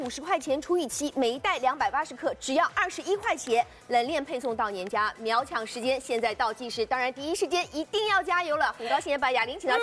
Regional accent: Shanghai, China; 我们上海人的话，鲳鱼真的很爱吃

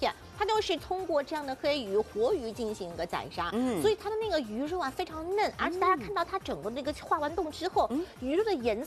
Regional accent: Shanghai, China; 像我们上海人啊，比如说像这种什么这个带鱼呀，包括是这个鲫鱼呀，扁鱼呀，都会吃

